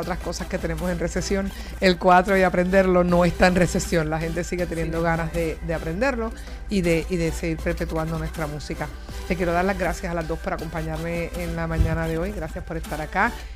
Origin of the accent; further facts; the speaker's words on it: Puerto Rico; qué bueno para nosotros como puertorriqueños, ¿no? Que el cuatro siga vivo tradicionalmente